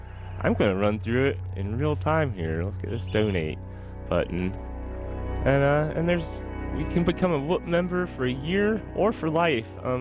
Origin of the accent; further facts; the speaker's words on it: Ohio, United States; now in Hillsborough, United States; since I grew up in Ohio.